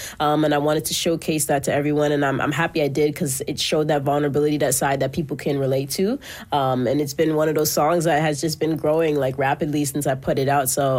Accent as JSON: {"language": "English", "town": "Toronto", "region": "Ontario", "country": "Canada", "said": "And since then, every time I walk outside, people know that I'm from Toronto. So that was the goal. That was the goal of being able to recognize, hey, I am from here."}